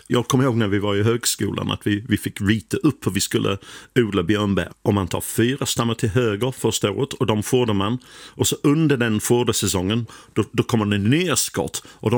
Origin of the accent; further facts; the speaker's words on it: England, United Kingdom; Swedish is a second language; now in Sweden; Ingmar Stenmark, han var ändå en hjälte för mig när jag var liten i England och kollade på skidåkning på lördag eftermiddag.